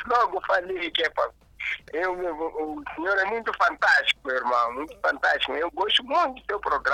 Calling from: Massinga, Inhambane, Mozambique; de Inhambane, Masinga.

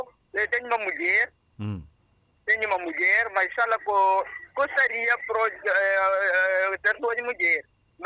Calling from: Nampula, Mozambique; de Nampula.

